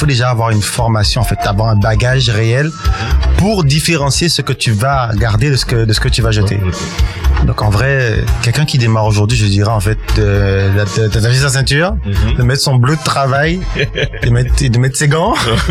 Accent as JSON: {"language": "French", "country": "Guadeloupe", "tie": "born or raised there", "said": "Je suis né ici, j'ai grandi ici."}